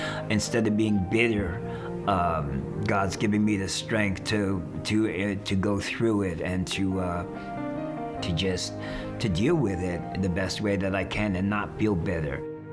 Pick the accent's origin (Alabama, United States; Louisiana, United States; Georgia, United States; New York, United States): New York, United States; Long Island; My adopted parents brought me to New York, where they made their home. I grew up on Long Island, went to Catholic school, Catholic boarding school, was raised Roman Catholic.